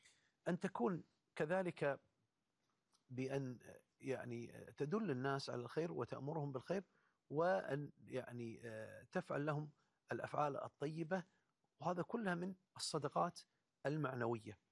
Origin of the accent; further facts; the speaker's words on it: Kuwait; عندنا في الكويت